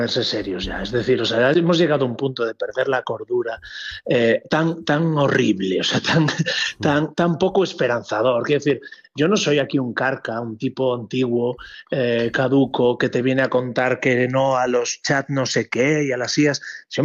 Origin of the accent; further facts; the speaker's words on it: Galicia, Spain; moved away; Latinoamérica es algo que donde me siento en casa como buen gallego migrante y donde siempre me han tratado muy bien